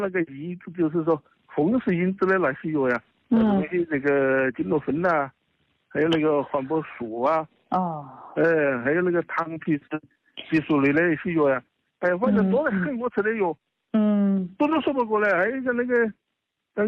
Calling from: Chengdu, Sichuan, China; 我是在成都的呢。

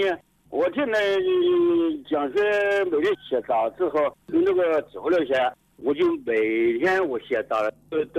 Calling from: Tianmen, Hubei, China; 我是天门石河的。

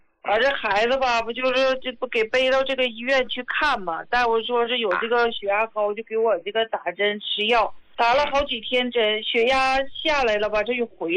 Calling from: Daqing, Heilongjiang, China; 胡老师啊，我是大庆的。

